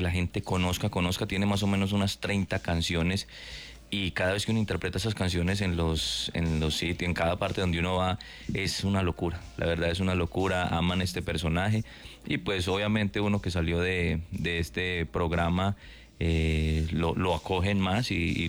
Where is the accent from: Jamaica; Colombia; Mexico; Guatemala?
Colombia; Cartago, Valle del Cauca; born there; Yo nací en la ciudad de Cartago, allí.